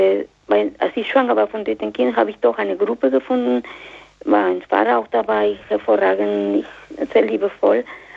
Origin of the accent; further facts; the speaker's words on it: Mexico; German is a second language; now in Germany; Zuerst, Sie haben schon an meinen Akzent gemerkt, ich komme aus Mexiko. Ich wohne aber mehr als die Hälfte meines Lebens hier in Deutschland.